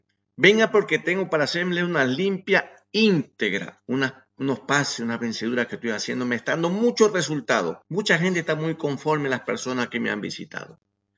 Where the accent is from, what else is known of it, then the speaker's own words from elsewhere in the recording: Ecuador; ¿Saben cómo yo soy el ecuatoriano? Solamente el bien.